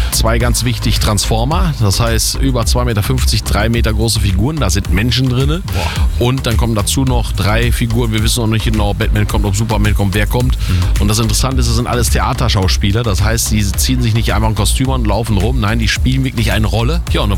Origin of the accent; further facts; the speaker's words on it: Osnabrück, Lower Saxony, Germany; natürlich in meiner Heimatstadt. Mhm. Das war auch mein Wunsch, hier in Osnabrück das zu machen.